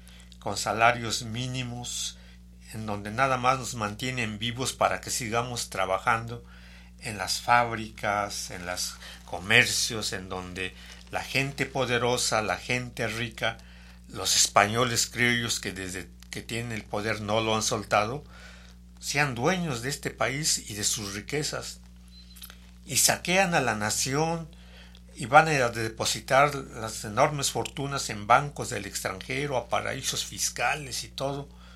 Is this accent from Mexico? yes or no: yes; Mexico; sí vivimos en una nación que se llama México